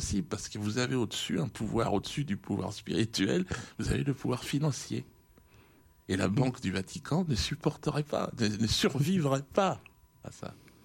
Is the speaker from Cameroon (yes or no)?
yes; Cameroon; En tant que Camerounais, si tu veux, je sais ce qu'a fait De Gaulle au Cameroun.